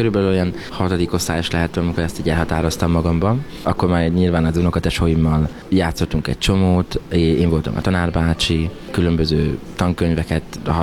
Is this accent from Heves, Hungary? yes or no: yes; Kápolna, Heves, Hungary; Én Heves megyében, Kápolnán nőttem fel, egy zenész cigány családban, egy 7 gyermekes családban, én vagyok a 7.